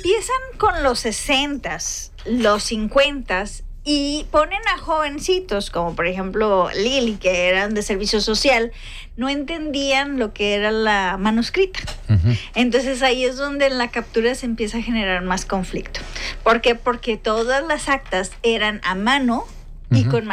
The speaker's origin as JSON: {"language": "Spanish", "town": "Agualeguas", "region": "Nuevo León", "country": "Mexico"}